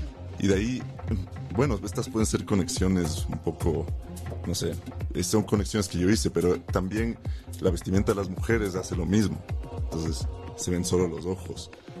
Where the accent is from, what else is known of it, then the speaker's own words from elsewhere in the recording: Ecuador; also born or lived in Quito; Es un nivel burocrático de cómo somos los ecuatorianos.